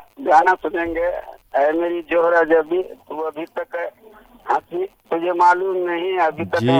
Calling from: Darbhanga, Bihar, India; हम दरभंगा से बोल रहे हैं

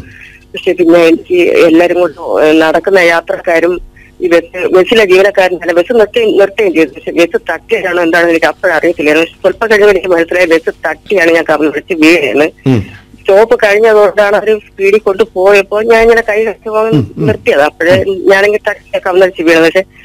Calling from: Panikkoottil, Kerala, India; പനിക്കൂട്ടിൽ നിന്നാ വിളിക്കുന്നത്.

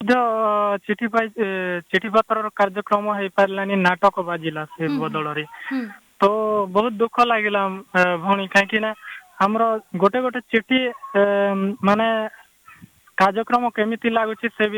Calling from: Narla, Odisha, India; ମୁଁ ଡୁମାଲୁଦି ନଡ଼ପୁର କଳାହାଣ୍ଡିରୁ

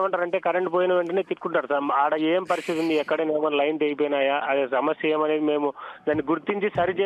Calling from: Anantapur, Andhra Pradesh, India; మాది అనంతపురం సార్.

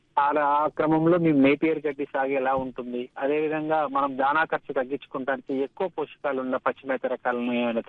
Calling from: Sirikonda, Telangana, India; మాది సూర్యాపేట జిల్లా మోతే మండలం సిరికొండ గ్రామం నుంచి

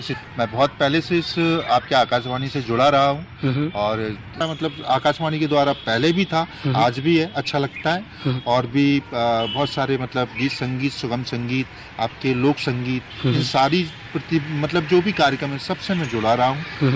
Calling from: Guna, Madhya Pradesh, India; मैं गुना शहर से बिलोंग करता हूँ, मैं गुना में रहता हूँ।

